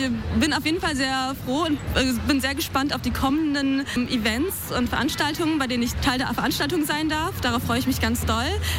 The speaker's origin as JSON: {"language": "German", "region": "Hamburg", "country": "Germany", "moved": "as an adult", "lives_now": "Göttingen, Germany", "said": "ich bin hergekommen, um zu studieren. Ich komme aus Hamburg ursprünglich und mag es hier sehr gerne. Also ich bin vor ein paar Jahren, sage ich jetzt mal, nach Göttingen gekommen, um hier zu studieren"}